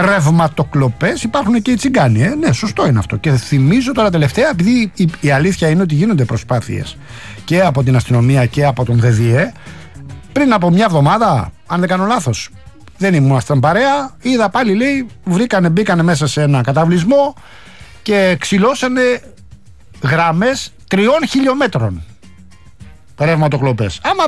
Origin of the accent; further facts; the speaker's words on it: Rafina, Attica, Greece; στη πατρίδα μου, στη Ραφίνα